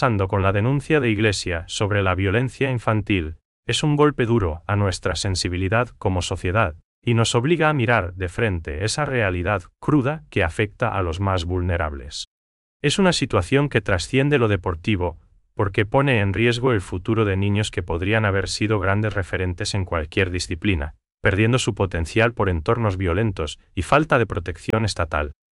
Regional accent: Paraguay; esa esencia que nos define como paraguayos.

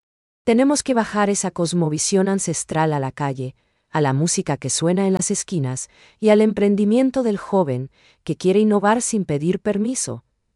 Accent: Paraguay; lo que nos hace únicos como paraguayos.

